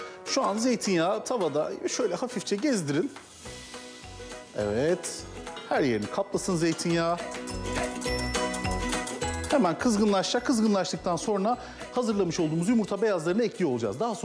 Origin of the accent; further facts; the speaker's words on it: Pozantı, Adana, Turkey; Ben biliyorsunuz Adanalıyım ama Adana'nın Pozantı ilçesinde büyüdüm. Pozantı böyle Toros Dağları'nın eteklerinde olan bir yer. O yüzden kış ayları birazcık daha sert geçer.